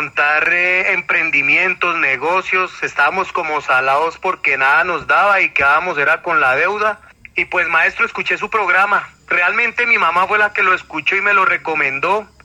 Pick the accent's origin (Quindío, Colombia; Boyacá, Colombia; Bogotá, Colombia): Boyacá, Colombia; Puerto Boyacá; now in Medellín, Colombia; yo soy de Puerto Boyacá y lo visité en la ciudad de Medellín porque la verdad me tocó salir casi que volado de Puerto Boyacá